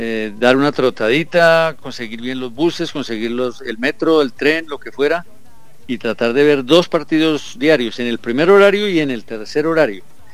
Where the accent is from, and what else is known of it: Colombia